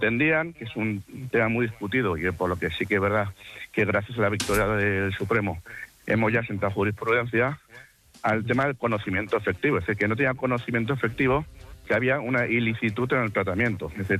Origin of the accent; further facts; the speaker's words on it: Valencian Community, Spain; Sí, soy valenciano, sí.